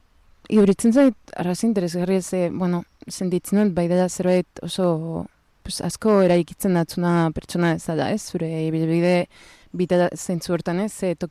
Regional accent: Cádiz, Andalusia, Spain; Eta pues azkenean pizkanaka lortu zuten pues establezitzea Andaluzian eta hor jaio ginen gu ni ta nera izpa. Eta Kadizen egon ginen bizitzen

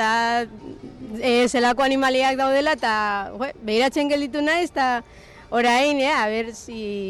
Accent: Irun, Basque Country, Spain; Ba, irundarra naiz. Margolaria, ez dakit artista, baina bai, marrazten dut.

